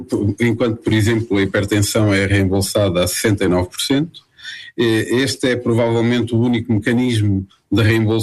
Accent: Portugal

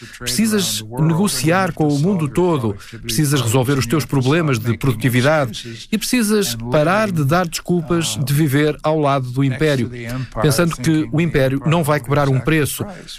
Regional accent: Canada; eu sou canadiano

